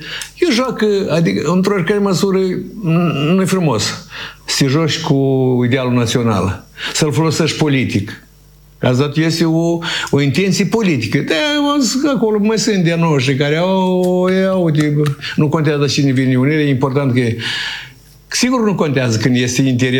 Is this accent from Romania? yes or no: no; Moldova; Deci Rusia nu vrea nici cum să împaci cu faptul că noi suntem români moldoveni, că noi am făcut parte din Principatul Moldova, da?